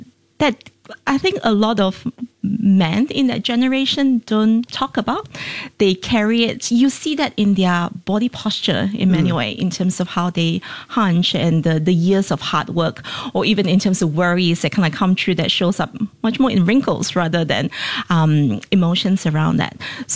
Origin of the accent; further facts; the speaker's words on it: Malaysia; also born or lived in Pahang; I grew up in Malaysia.